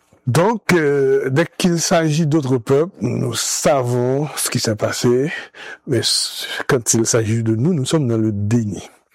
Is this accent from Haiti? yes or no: yes; Haiti; c'est-à-dire créer chez nous en Haïti